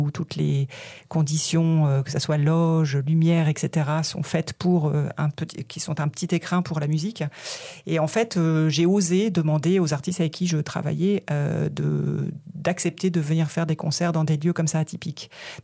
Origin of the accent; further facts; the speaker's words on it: Normandy, France; je suis normande moi-même